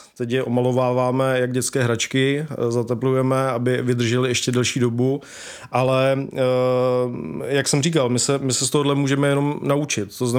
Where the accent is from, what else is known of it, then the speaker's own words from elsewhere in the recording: Vimperk, South Bohemian Region, Czechia; já pocházím z Vimperka